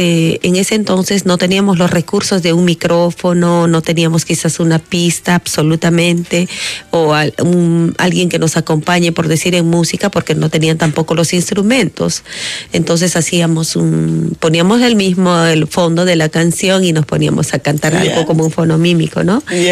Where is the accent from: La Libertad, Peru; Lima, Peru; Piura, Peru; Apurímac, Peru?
Apurímac, Peru; Chincheros; also born or lived in Ayacucho; salí de Chincheros a Ayacucho a estudiar a la universidad, y por cosas de la vida, bueno, retorné a mi tierra